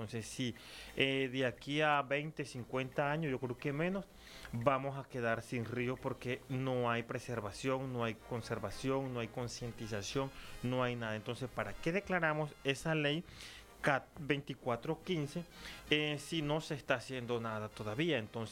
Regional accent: San Juan del Cesar, La Guajira, Colombia; vengo del municipio de San Juan del Cesar, vivo en un corregimiento Caracolí, Sabanas de Manuela, la tierra

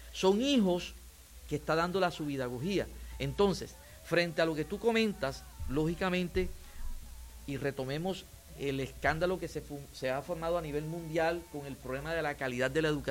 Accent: Colombia; moved away; cuando llego a mi pueblo, Arache, y veo las escuelas donde yo estudié

